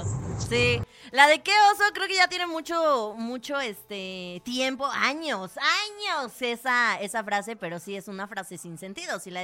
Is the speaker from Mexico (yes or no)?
yes; Mexico